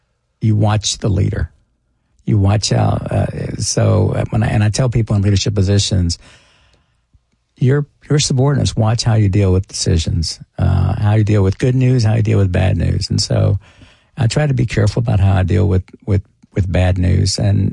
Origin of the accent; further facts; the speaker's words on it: Texas, United States; moved away as an adult; now in Tennessee, United States; I worried that I would always be viewed as a Texan.